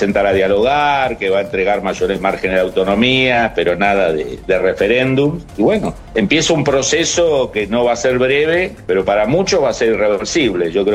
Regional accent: Argentina

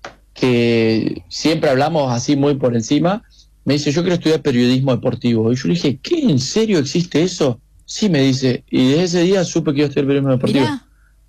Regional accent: Formosa, Argentina; born or raised there

